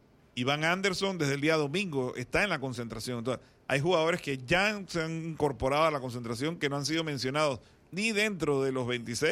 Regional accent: Panama

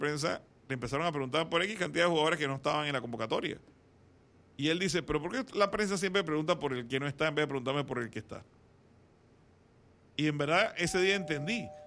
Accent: Panama

